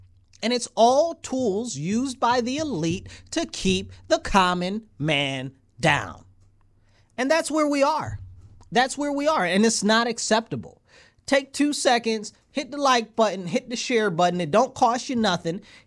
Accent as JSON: {"language": "English", "country": "United States", "said": "Because I'm an American."}